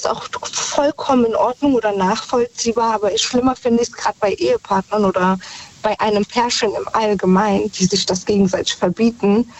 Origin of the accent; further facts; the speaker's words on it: Germany; born there; Und ich bin aber in Deutschland geboren. Ich bin ja Südlände